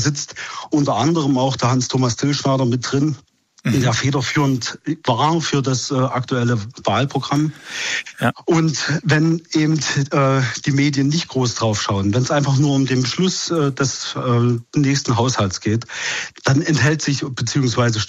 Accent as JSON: {"language": "German", "town": "Querfurt", "region": "Saxony-Anhalt", "country": "Germany", "said": "Ich komme aus Querfurt, da sitzen Schnellroder, Götz Kubitschek."}